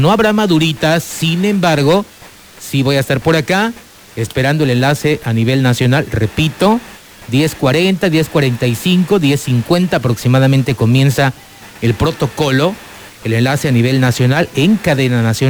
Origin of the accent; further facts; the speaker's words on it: Mexico; Lo merecemos porque somos orgullosamente mexicanos